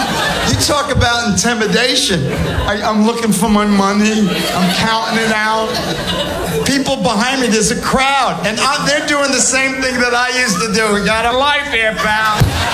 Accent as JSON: {"language": "English", "town": "New York City", "region": "New York", "country": "United States", "tie": "born or raised there", "said": "I haven't taken a subway since I grew up in New York when I was a kid. And then I moved to Long Island."}